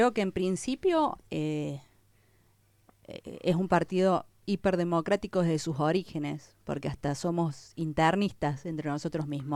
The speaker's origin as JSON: {"language": "Spanish", "town": "Capilla del Monte", "region": "Córdoba", "country": "Argentina", "tie": "born or raised there", "said": "yo sueño con conducir los destinos de mi pueblo"}